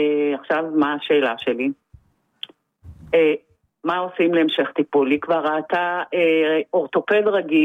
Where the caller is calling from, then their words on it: Tel Aviv, Tel Aviv District, Israel; אני מתל אביב